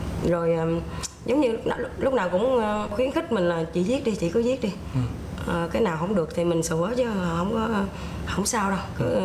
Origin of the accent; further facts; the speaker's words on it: Mekong Delta, Vietnam; em là người miền Tây